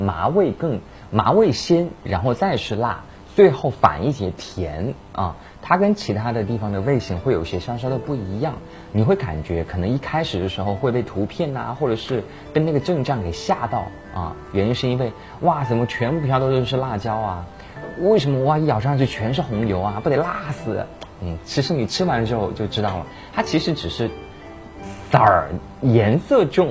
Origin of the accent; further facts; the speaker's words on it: Sichuan, China; now in Changsha, China; 很多朋友了解我是四川人